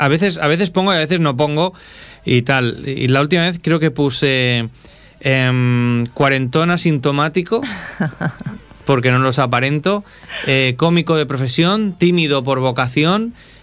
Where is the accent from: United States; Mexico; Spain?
Spain; Esplugues de Llobregat, Catalonia; Y la chica era de Santa Coloma de Gramanet y me dice, ¿tú de dónde eres? Digo, de Esplugas.